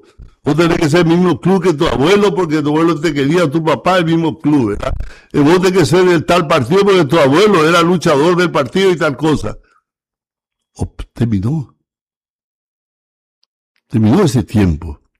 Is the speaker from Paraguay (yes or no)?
yes; Paraguay